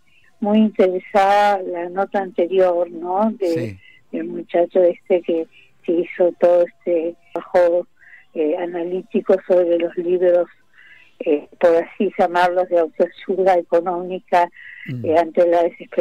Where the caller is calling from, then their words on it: Buenos Aires, Argentina; Estoy de Montserrat.